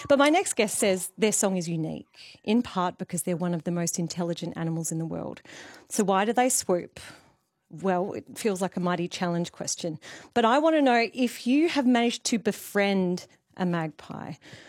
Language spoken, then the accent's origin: English; Perth, Western Australia, Australia; I'm a presenter from Perth